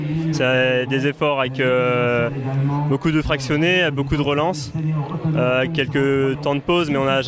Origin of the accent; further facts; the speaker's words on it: Tonnay-Charente, Nouvelle-Aquitaine, France; Après je suis du coin, j'habite à Tonnet-Charente